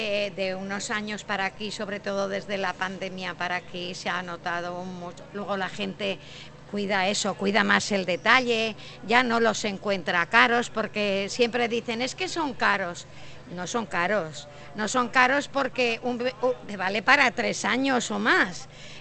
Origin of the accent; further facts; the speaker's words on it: Almunia de San Juan, Aragon, Spain; moved away as an adult; now in Monzón, Spain; Yo soy de Almunia de San Juan